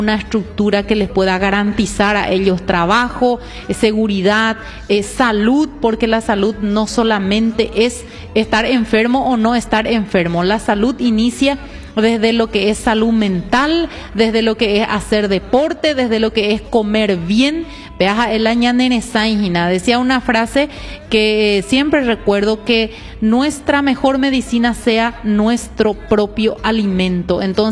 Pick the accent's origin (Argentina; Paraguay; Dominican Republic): Paraguay; Horqueta, Concepción